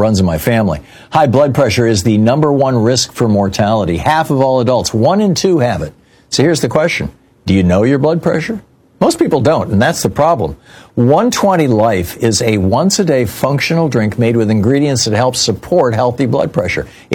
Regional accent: Michigan, United States; I grew up in Michigan, and they were like those states.

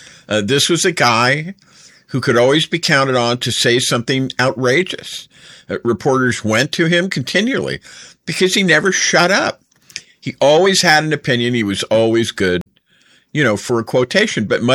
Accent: Northeast, United States; And I am from the Northeast, comparatively speaking.

